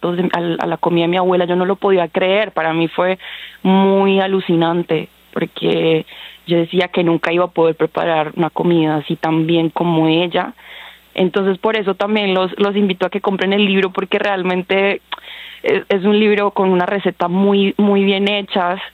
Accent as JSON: {"language": "Spanish", "region": "Chocó", "country": "Colombia", "said": "Pues, o sea, para mí es importantísimo decir que soy del Chocó porque me abre la puerta para hablar del Chocó y yo amo hablar del Chocó."}